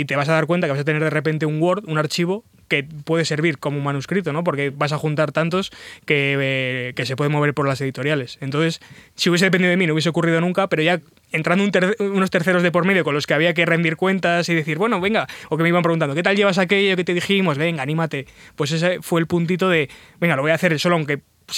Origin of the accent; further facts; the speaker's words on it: Soria, Castile and León, Spain; also born or lived in three cities; el viernes fue en Soria, que es mi ciudad natal y donde me apetecía bautizar al niño, por así decirlo